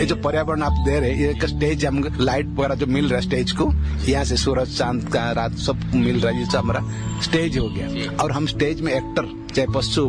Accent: Odisha, India; हम ओडिशा से आए

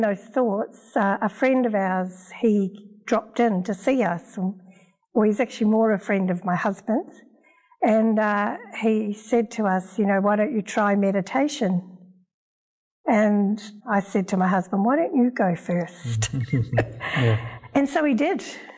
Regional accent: New Zealand; born there; moved away as an adult; also born or lived in Australia; I was born in New Zealand

